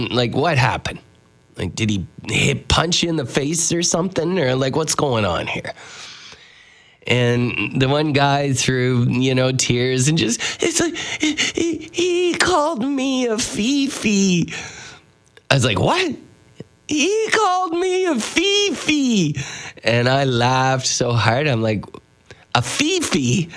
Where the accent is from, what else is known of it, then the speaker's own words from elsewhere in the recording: Canada; But of course, being French Canadian, it was like Houston Lake.